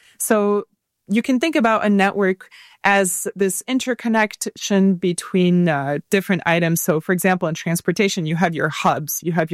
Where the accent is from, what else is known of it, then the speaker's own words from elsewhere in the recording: Paris, Île-de-France, France; moved away; I'm originally from Paris and France